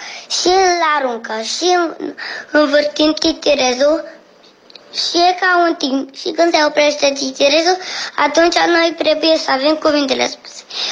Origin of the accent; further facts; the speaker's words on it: Galați, Galați County, Romania; din Galați și vreau să vă spun jocul meu.